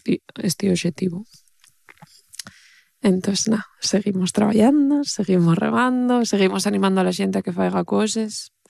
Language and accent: Spanish; Oviedo, Asturias, Spain; soy de Ubiéu, en realidad, quiero decir